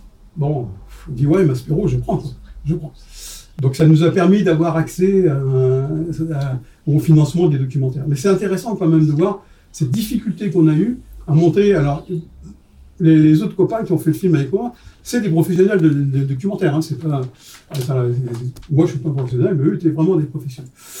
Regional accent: Lyon, Auvergne-Rhône-Alpes, France; On n'est pas parisiens. On est lyonnais.

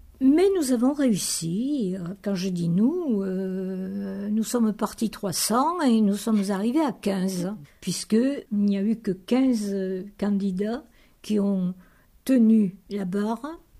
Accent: Foix, Occitanie, France; Alors moi je suis née à Foix, au pied du château. J'ai passé toute mon enfance au pied de ce château et dans le château.

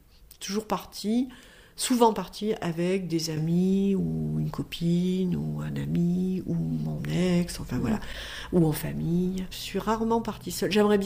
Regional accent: Ussel, Nouvelle-Aquitaine, France; also born or lived in Bergerac / Étampes / Bordeaux; Donc je suis née à Bergerac, après j'ai vécu à Étampes dans la région parisienne, puis après à Bordeaux, et puis quand on a quitté Bordeaux, on a été à Ussel, en Corrèze.

